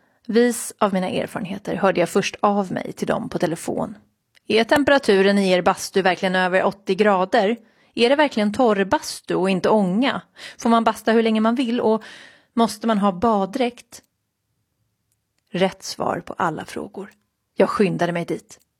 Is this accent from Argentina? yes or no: yes; Buenos Aires, Argentina; Swedish is a second language; Och min hemstad Buenos Aires är tyvärr inte bättre.